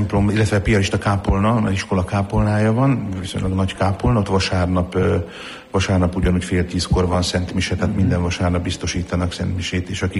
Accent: Šamorín, Trnava Region, Slovakia; moved away as an adult; also born or lived in Vojka nad Dunajom (Vajka), Slovakia; now in Mosonmagyaróvár, Hungary; Én felvidéki vagyok, én Somorjáról, illetve hát igazából Vajkáról származom, tehát itt nem is olyan messze a Duna túloldaláról, tehát én itt Dunaparton is maradtam ilyen értelemben papként is, és később, amikor, tehát onnét származom, de 4 éves korunkban költöztünk Somorjára

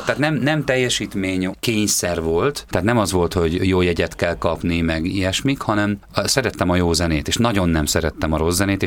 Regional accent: Biatorbágy, Pest, Hungary; mindig volt valaki vendég, mindig volt valaki plusz ott alvós, ott élős, javítóintézetes rokon, bárki, akinek kellett valami kis elvonulás otthonra, és akkor hozzánk érkezett Biatorbág

